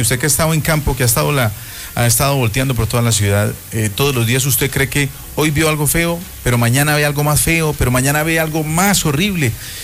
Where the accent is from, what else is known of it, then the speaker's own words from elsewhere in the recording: Roldanillo, Valle del Cauca, Colombia; Bueno, vamos a direccionarnos a mi tierra natal.